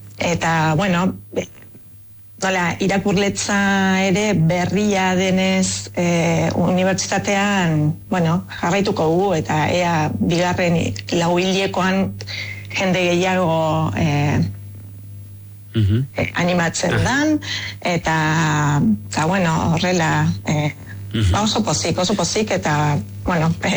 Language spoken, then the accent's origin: Basque; Argentina; born there; Basque is a second language; ni Argentinan jaioa naiz, euskaldun berria